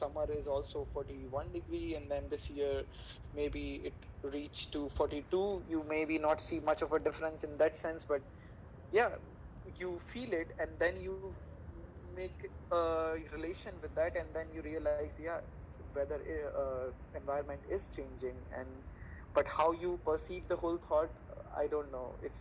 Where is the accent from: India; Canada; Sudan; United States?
India